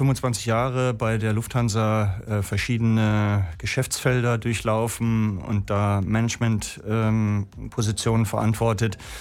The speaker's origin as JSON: {"language": "German", "region": "Hamburg", "country": "Germany", "tie": "born or raised there", "also_born_or_lived": "Glückstadt, Schleswig-Holstein", "said": "Ich bin eigentlich in Hamburg, im Süden von Hamburg groß geworden."}